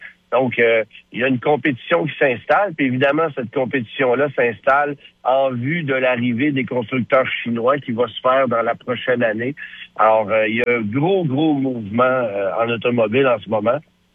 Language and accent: French; Canada